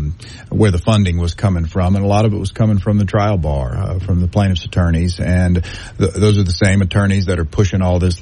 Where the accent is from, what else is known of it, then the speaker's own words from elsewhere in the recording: Metairie, Louisiana, United States; Well, look, she is from my hometown area, the Metairie area.